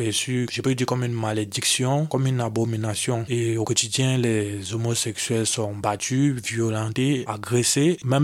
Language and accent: French; West, Cameroon